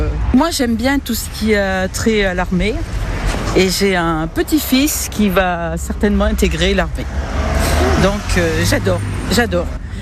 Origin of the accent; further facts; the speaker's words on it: Saint-Germain-Lambron, Auvergne-Rhône-Alpes, France; Moi, Saint-Germain-Lambron, exactement. Donc, c'est au sud d'Issoire.